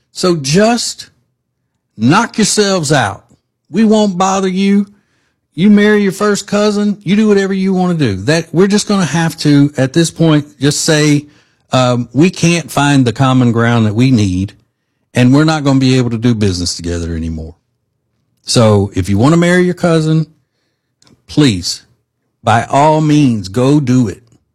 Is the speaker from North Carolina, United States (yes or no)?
yes; Charlotte, North Carolina, United States; I am from Charlotte, North Carolina.